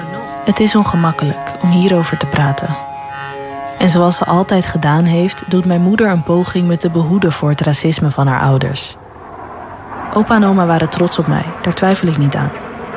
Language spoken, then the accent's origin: Dutch; Amsterdam, North Holland, Netherlands; born there; als opa en oma mij als klein meisje in Amsterdam kwamen opzoeken